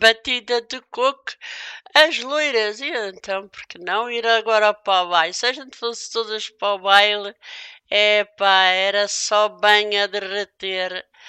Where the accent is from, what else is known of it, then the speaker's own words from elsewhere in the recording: Madeira, Portugal; moved away; um grande beijinho para a Ilha da Madeira, para a minha terra, Ilha da Madeira